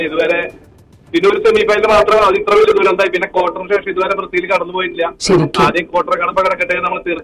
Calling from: Thrissur, Kerala, India; ഞാൻ നാട്ടില് തൃശ്ശൂർ.

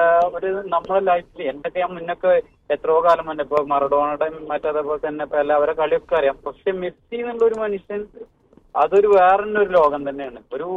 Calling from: Ajman, United Arab Emirates; അജ്മാലിനാണ് വിളിക്കുന്നത്.

